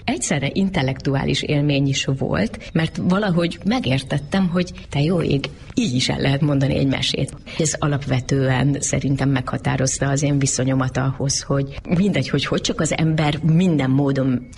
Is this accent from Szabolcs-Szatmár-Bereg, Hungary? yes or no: no; Gödöllő, Pest, Hungary; Gödöllőn nőttem fel